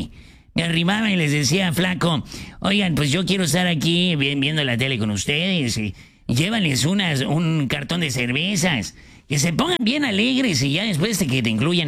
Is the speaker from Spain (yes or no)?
no; Argentina; Ay, sí, pues allá en Argentina, de donde soy yo... Bueno, que yo soy italiano y soy argentino también.